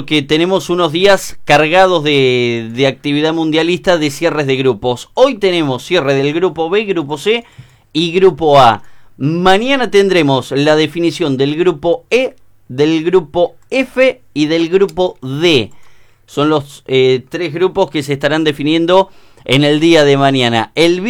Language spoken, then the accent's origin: Spanish; Argentina